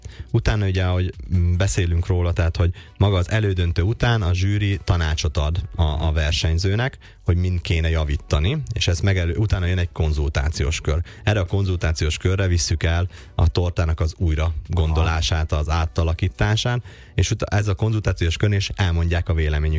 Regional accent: Celldömölk, Vas, Hungary; celdömölki születésű, és ott is élek.

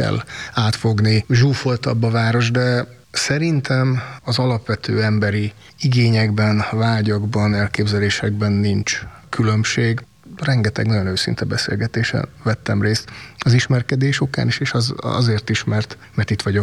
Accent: Hungary; Kicsit több, mint fél éve vagyok itt lelkész, és Észak-Nyugat Dunántúról jöttem, tehát teljesen más helyzetből

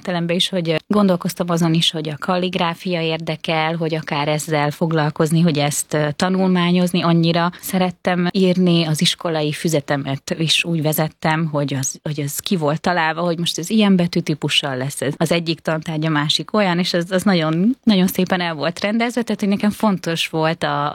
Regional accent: Hungary; alapvetően magyar vagyok, magyarok vagyunk, mivel itt élünk.

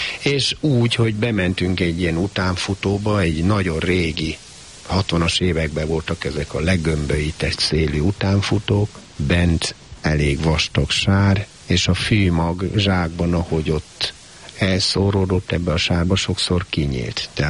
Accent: Budapest, Hungary; Mert én Pesten nőttem föl

